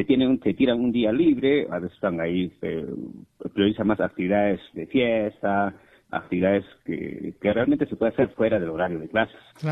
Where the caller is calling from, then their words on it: Moquegua, Peru; los colegas que somos de acá de Moquegua